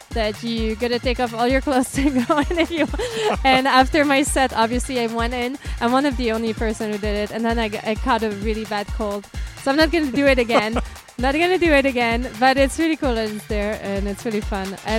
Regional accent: Montreal, Quebec, Canada; now in Lisbon, Portugal; I'm from Montreal originally.

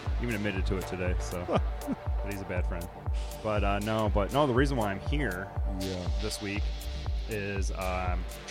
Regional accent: Detroit, Michigan, United States; So I'm one of those people that live in the burbs and say I'm from Detroit.

